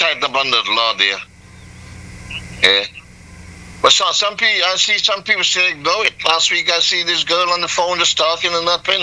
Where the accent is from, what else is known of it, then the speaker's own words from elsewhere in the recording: Canada; moved away; Remember, I grew up in Canada.